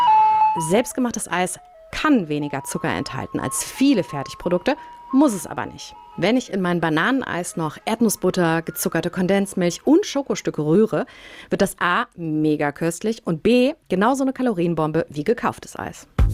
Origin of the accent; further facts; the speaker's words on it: North Rhine-Westphalia, Germany; So klang er zumindest in meiner Kindheit am Niederrhein.